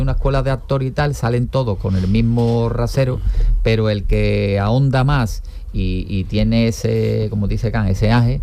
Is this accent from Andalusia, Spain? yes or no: yes; Andalusia, Spain; somos toda la familia, somos gaditanos.